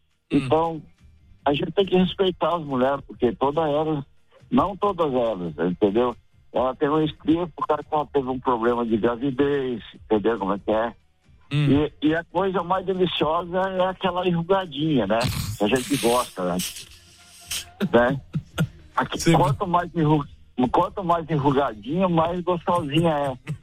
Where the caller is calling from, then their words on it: Curitiba, Paraná, Brazil; Eu sou curitibano, mas eu sou filho de... nasci debaixo de um pé de café, né?